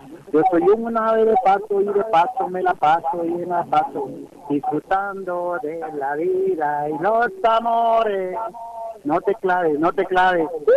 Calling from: Amatitlán, Guatemala Department, Guatemala; Desde Amatitlán

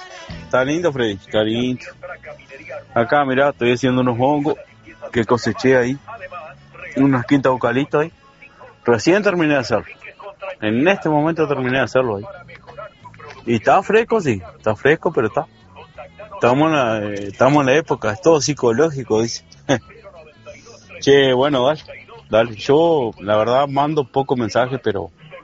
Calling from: Durazno, Uruguay; Yo soy de Durazno. Soy de Durazno.

